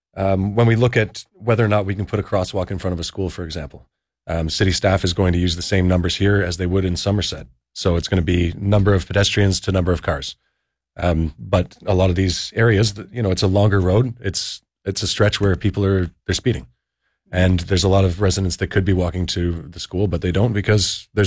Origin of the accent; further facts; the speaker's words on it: Ottawa, Ontario, Canada; I grew up in Haringate. I've, you know, single mother on welfare.